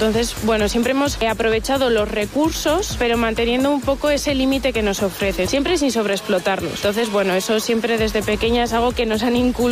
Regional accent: Aguilar de Campoo, Castile and León, Spain; also born or lived in Salamanca; Yo soy de aquí, de Aguilar de Campo, soy palentina. Al final, al estar en una zona rural

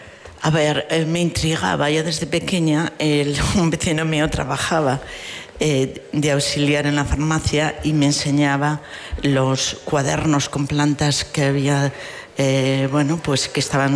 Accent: Carrizo de la Ribera, Castile and León, Spain; moved away; Me siento tremendamente unida a mi pueblo de Carrizo

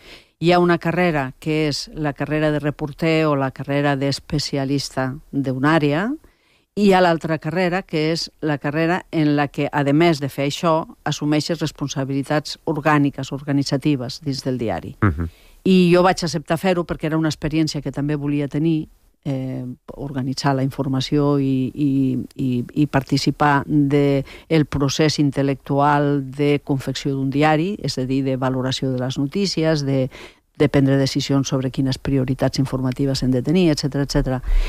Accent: Catalonia, Spain; accent: Ponent

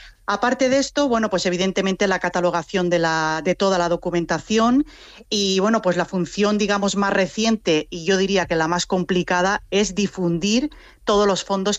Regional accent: Crevillente, Valencian Community, Spain

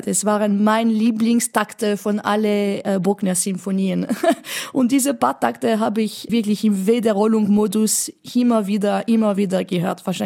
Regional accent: Chartres, Centre-Val de Loire, France; German is a second language; eine schöne Kathedrale wie die von Chartres, wo ich aufgewachsen bin, repräsentiert das sehr, sehr gut.

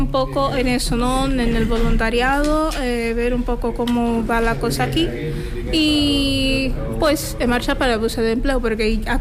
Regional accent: Angola; Spanish is a second language; now in Spain

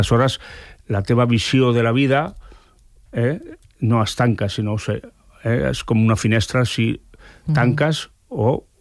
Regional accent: San Sebastián, Basque Country, Spain; also born or lived in Navarre; now in Barcelona, Spain; És a dir, jo sóc de Sant Sebastià, o sóc navarro...

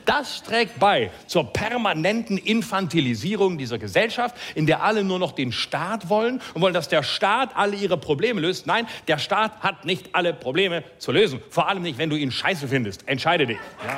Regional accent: West Germany, Germany; Ich würde mich niemals als Westdeutscher zu Ostdeutschen äußern

